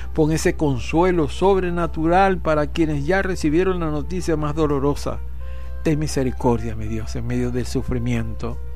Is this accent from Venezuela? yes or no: yes; Venezuela; nos involucra a todos como venezolanos, como hermanos de esta patria